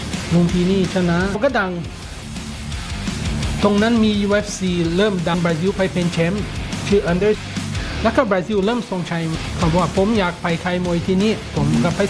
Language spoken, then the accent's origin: Thai; Japan; now in Thailand; ผมเกิดเป็นคนญี่ปุ่นคนแม่เป็นคนอิตาลี